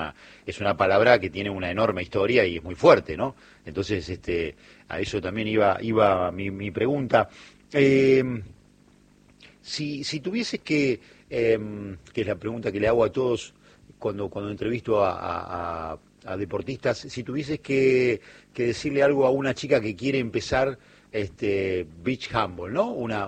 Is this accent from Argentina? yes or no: yes; Lanús, Buenos Aires Province, Argentina; soy un hombre de Lanús